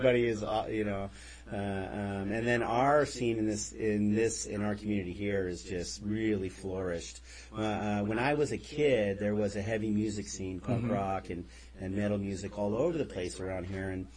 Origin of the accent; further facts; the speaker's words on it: Placerville, California, United States; I'm from Placerville. I'm from this community